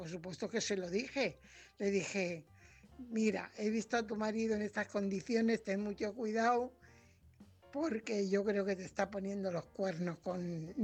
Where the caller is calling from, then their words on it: Fuenlabrada, Community of Madrid, Spain; corresponsal de Fuenlabrada.